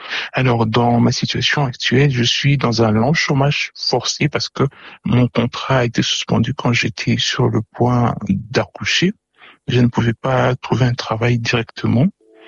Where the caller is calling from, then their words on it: Lubumbashi, Haut-Katanga, DR Congo; j'habite à Lubumbashi en RDC